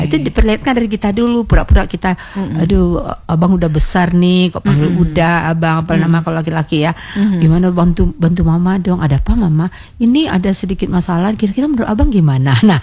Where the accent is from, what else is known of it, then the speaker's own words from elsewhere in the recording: West Sumatra, Indonesia; Kita ini ya, adalah manusia yang religius, kita orang Minang.